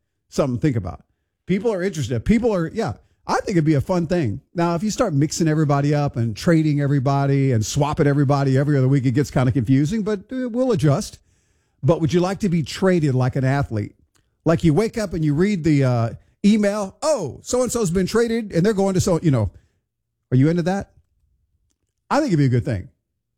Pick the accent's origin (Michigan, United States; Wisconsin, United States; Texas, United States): Texas, United States; Houston; now in South and Central Louisiana, United States; my hometown, Houston, Texas